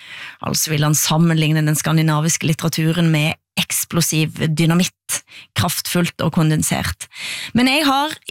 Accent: Erfjord, Rogaland, Norway; der jeg vokste opp I Erfjord

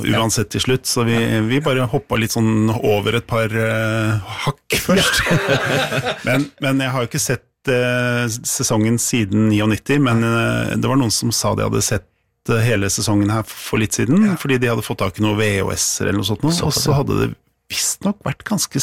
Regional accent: Oslo, Norway; hvis du hadde vært hjemme i Oslo

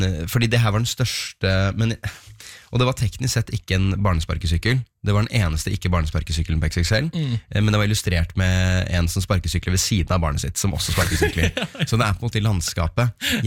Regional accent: Oslo, Norway; si jeg vokste opp rett ved Oppsal Arena.

